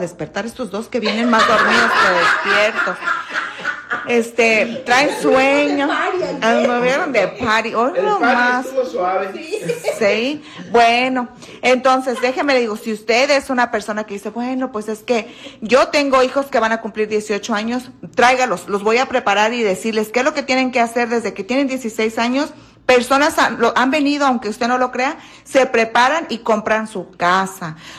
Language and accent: Spanish; Michoacán, Mexico; soy de Michoacán.